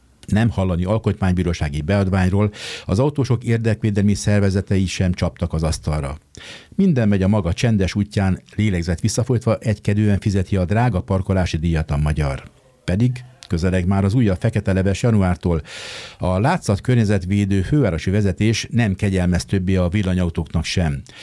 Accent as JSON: {"language": "Hungarian", "region": "Budapest", "country": "Hungary", "said": "Én budapestiként"}